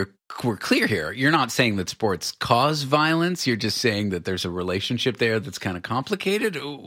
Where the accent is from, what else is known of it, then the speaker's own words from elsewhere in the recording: Canada; Yeah, come to think of it, I'm from Canada, and hockey was like very big growing